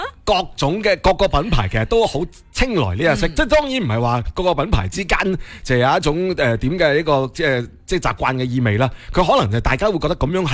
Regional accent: Foshan, Guangdong, China; 我哋佛山人

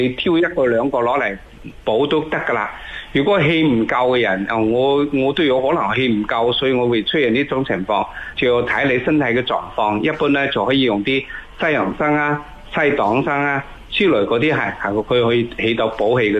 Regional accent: Guangdong, China; 我哋广东人

